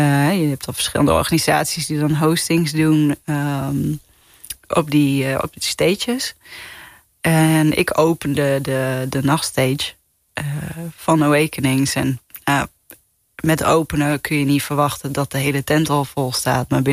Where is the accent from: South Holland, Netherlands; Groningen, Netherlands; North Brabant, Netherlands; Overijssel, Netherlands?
South Holland, Netherlands; Gouda; Nee, ik kom uit Gouda.